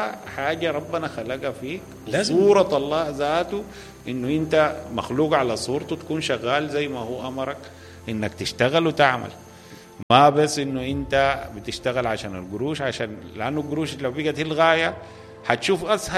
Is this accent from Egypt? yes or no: no; Sudan; إحنا كسودانيين